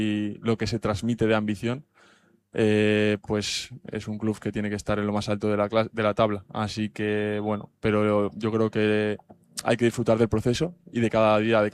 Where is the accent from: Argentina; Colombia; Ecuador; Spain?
Spain; Navarre; estoy lejos de mi casa, como has dicho, soy navarro